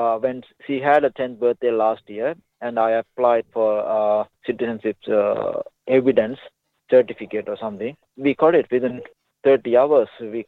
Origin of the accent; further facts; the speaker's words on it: Sri Lanka; English is a second language; moved away as an adult; now in Ballarat, Australia; a refugee from Sri Lanka. I come to this, lived in Ballarat, but I couldn't speak any English, so I couldn't write better.